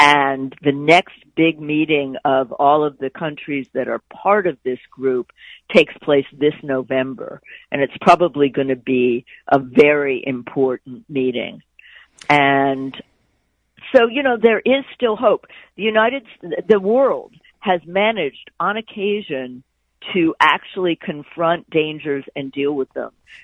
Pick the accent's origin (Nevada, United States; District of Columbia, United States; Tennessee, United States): District of Columbia, United States; Washington; Washington, D.C., my hometown